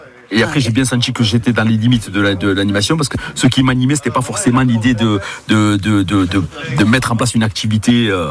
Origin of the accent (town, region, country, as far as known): Lodève, Occitanie, France; born or raised there